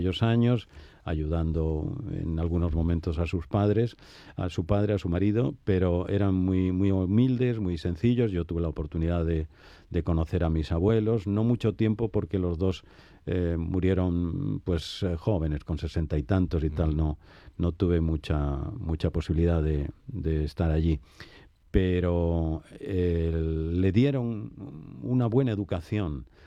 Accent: Villa del Río, Andalusia, Spain; Pues mira, vengo de Villa del Río. Estaba hace unos días en el pueblo

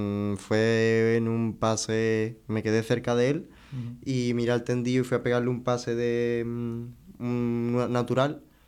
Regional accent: Spain; Yo creo que, con perdón a mi tierra, España, creo que allí se vive todo con más pasión, ¿no?

